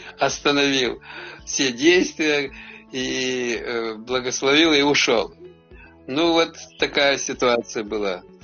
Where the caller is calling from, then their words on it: Germany; Вітаю. Я з Німеччини.